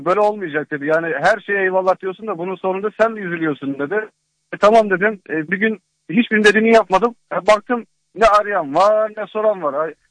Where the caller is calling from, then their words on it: Düzce, Turkey; Düzce'den.